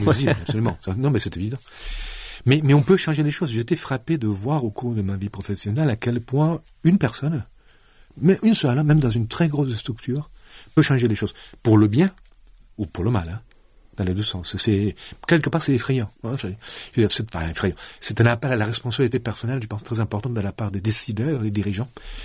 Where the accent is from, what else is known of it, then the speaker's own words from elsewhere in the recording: Provence-Alpes-Côte d'Azur, France; born there; moved away as an adult; also born or lived in Paris; j'ai souhaité quitter Paris et partir à nouveau dans le sud de la France, en l'occurrence pas loin de là où je suis né, donc à Marseille. Et donc, pour ceux qui ne connaîtraient pas trop, c'est sur la Méditerranée, c'est au sud-est de la France, sur la Côte d'Azur